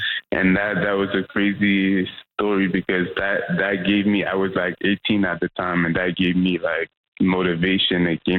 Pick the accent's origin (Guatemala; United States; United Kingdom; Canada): Canada; Montreal, Quebec; as a black musician growing up in Montreal